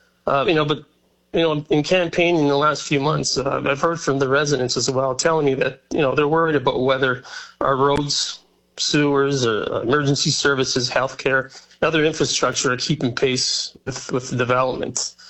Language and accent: English; Welland, Ontario, Canada; I was born and raised in Welland. This is my home.